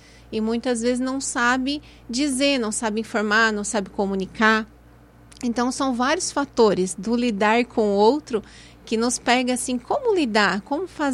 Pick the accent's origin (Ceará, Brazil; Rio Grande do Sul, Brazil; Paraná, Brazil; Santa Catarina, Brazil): Santa Catarina, Brazil; Santa Rosa do Sul; moved away as an adult; also born or lived in Sombrio; now in Jacinto Machado, Brazil; venho de Santa Rosa do Sul, sou natural de Sombrio, nasci em Sombrio e morei em Santa Rosa do Sul até meus 18 anos. E ali eu me casei e fui para Jacinto Machado, onde moro há 22 anos.